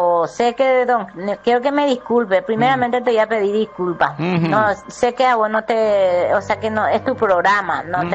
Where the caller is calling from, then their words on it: Atyrá, Cordillera, Paraguay; yo soy de Atira.